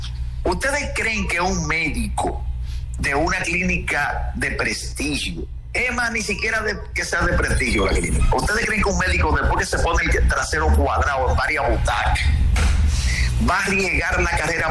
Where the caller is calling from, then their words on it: Dominican Republic; siendo dominicano.